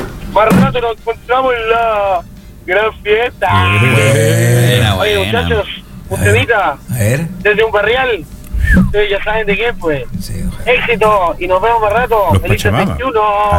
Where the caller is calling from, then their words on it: Placilla, Valparaíso, Chile; de Placilla